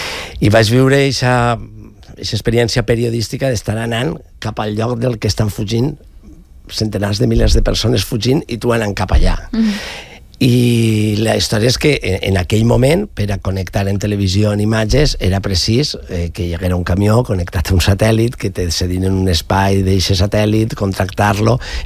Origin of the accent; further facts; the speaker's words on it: Alcoi, Valencian Community, Spain; jo soc d'Alcoi, com alguns més, i jo vaig tornar justament per al mig any. Jo vaig arribar a Alcoi i al mig any.